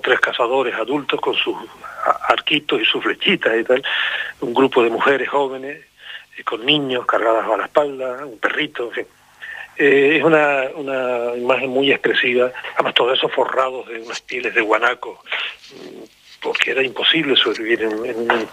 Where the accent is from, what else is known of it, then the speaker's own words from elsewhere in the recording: Canary Islands, Spain; yo creo que los canarios hemos demostrado una capacidad de superación de las dificultades